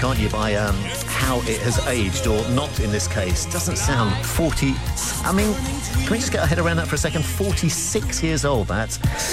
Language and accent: English; England, United Kingdom; although we will, of course, complain because we're English, aren't we? We're British.